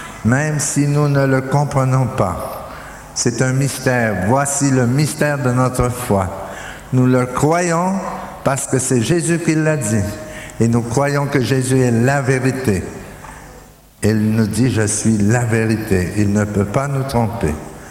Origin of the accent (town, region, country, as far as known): Dominican Republic